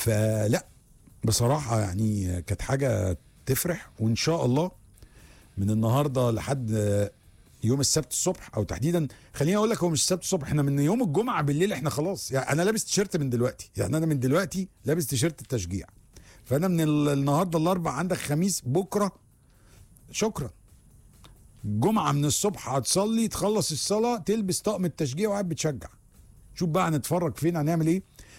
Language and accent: Arabic; Egypt